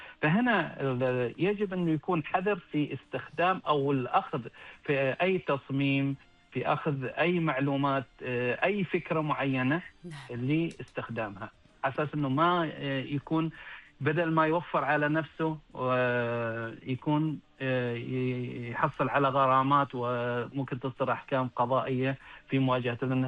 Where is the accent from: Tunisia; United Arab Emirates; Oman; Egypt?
Oman